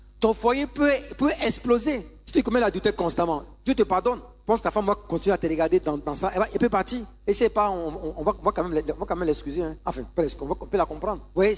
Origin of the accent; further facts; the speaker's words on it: Abidjan, Côte d’Ivoire; also born or lived in Bingerville; moi, j'ai grandi à Yopougon. Je connais chez moi. C'est mon environnement. J'ai grandi là-bas.